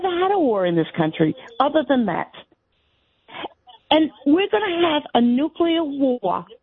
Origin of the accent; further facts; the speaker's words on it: New York, United States; now in Long Island, United States; I hate to say because I am a New Yorker, we have Schumer.